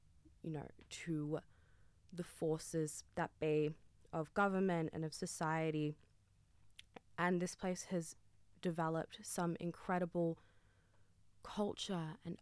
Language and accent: English; Sydney, New South Wales, Australia; I'm from Bidjigal land and Cammiagal land